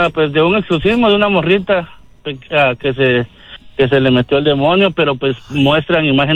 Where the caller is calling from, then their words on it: Guatemala; Yo soy de Guatemala.